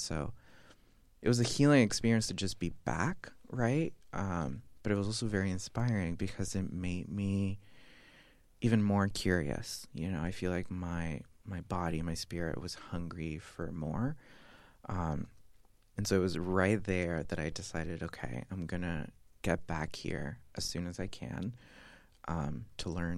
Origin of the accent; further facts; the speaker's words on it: Ecuador; now in United States; I had, of course, experienced it before as a kid growing up in Ecuador